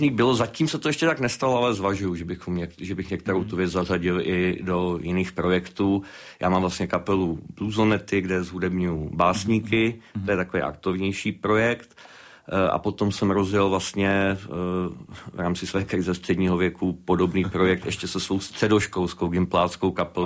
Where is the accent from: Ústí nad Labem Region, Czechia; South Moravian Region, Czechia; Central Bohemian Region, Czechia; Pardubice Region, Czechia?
Pardubice Region, Czechia; Heřmanův Městec; born there; moved away; ve východních Čechách, kde máme oba dva vlastně původní rodiště. Já jsem z Chrudimi, vlastně z Hezmanova městce.